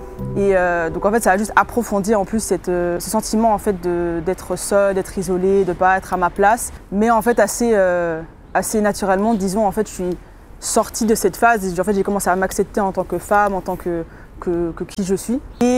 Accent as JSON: {"language": "French", "country": "Switzerland", "tie": "born or raised there", "also_born_or_lived": "England", "said": "Je suis née en Suisse, d'une mère qui est moitié allemande, moitié anglaise, et d'un père qui est suisse. J'ai grandi un peu en Angleterre, un peu en Suisse."}